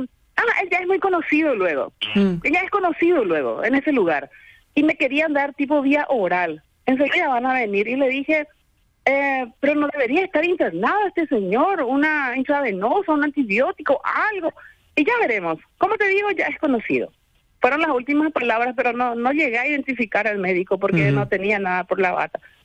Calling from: San Juan Nepomuceno, Caazapá, Paraguay; Estoy en San Juan Epomuceno, que es el departamento de Cazapado.

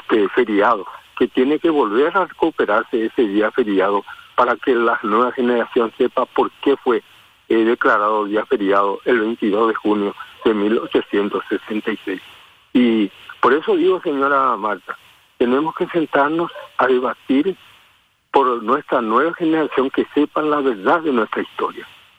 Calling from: Paraguay; nosotros también como paraguayos

